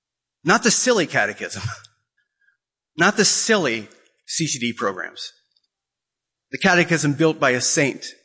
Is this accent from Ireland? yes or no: yes; Ireland; So mention, I'm Irish, and I love what Father Flanagan did with the Boys Town.